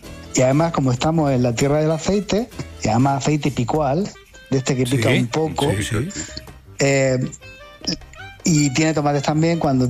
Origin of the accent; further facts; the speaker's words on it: Pozo Alcón, Andalusia, Spain; moved away; Cuando vamos a mi pueblo, a Pozalcón